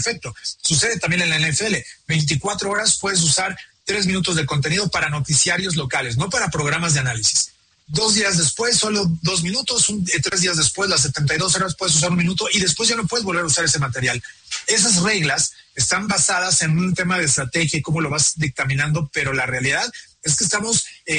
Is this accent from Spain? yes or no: no; Mexico; Por ejemplo, nos invitan de Guadalajara, yo soy de México, no vamos a poder ir